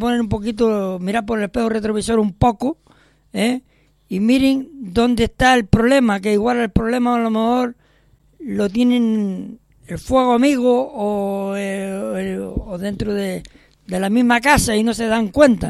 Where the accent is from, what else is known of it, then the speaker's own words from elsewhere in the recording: Vega de San Mateo, Canary Islands, Spain; yo soy de San Mateo.